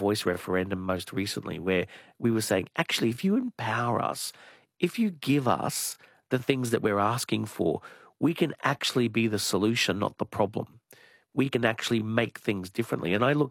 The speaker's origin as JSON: {"language": "English", "town": "Logan", "region": "Queensland", "country": "Australia", "tie": "born or raised there"}